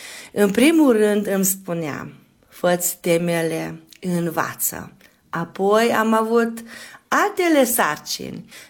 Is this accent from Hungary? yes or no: yes; Micherechi, Hajdú-Bihar, Hungary; Copilăria mea mi-am petrecut-o în satul meu natal, la Michereg, și acolo trăiesc și în zilele de azi. Am copilărit ca toți copiii care stau și care au locuit într-un sat mic, drăguț, ne cunoșteam unul pe altul